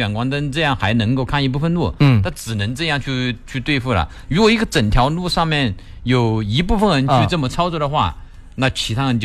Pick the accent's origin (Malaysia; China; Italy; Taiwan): China; Hubei; now in Guangdong, China; 但是如果我回老家，我是湖北人，我回老家的时候就再去走一些国道啊